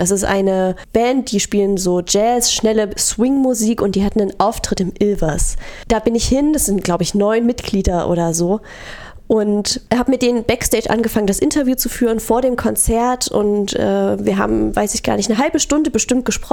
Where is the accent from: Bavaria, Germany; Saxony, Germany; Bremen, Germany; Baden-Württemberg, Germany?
Saxony, Germany; Krimmitschau; Ja, genau. Ich bin aus Krimmitschau hergezogen.